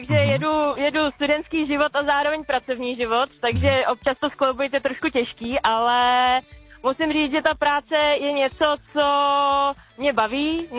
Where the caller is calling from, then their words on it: Kralupy nad Vltavou, Central Bohemian Region, Czechia; Já jedu teďka momentálně do práce z Kralup směrem na Mělník.